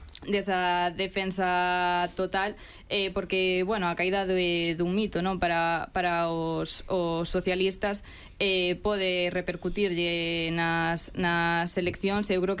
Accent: Lugo, Galicia, Spain; O único anuncio así que fixo que nos afecta a nós como lucenses

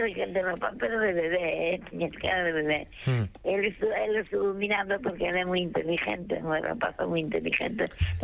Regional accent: Melón, Galicia, Spain; now in Vigo, Spain; Eu son de Melón.

